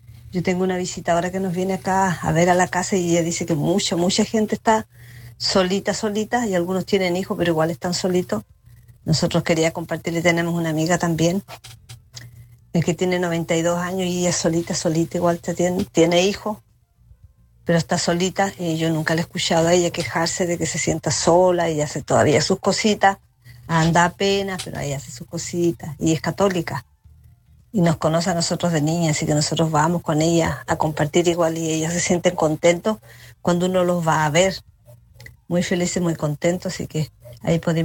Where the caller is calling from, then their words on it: Puerto Montt, Los Lagos, Chile; soy de acá de Puerto Montt.